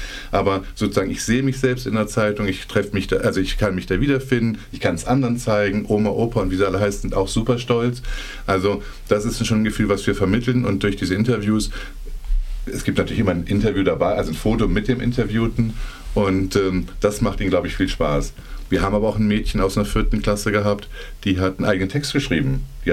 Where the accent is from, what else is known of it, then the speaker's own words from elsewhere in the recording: Cologne, North Rhine-Westphalia, Germany; ich komme aus Köln